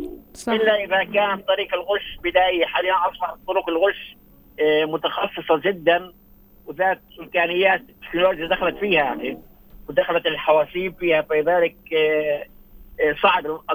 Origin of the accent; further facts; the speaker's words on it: Palestine; احنا إلنا كفلسطينيين